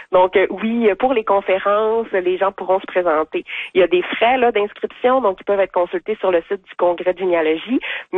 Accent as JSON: {"language": "French", "region": "Quebec", "country": "Canada", "said": "Puis nous, on les a invités à venir chez nous en Allemagne, au Saguenay-Lac-Saint-Jean"}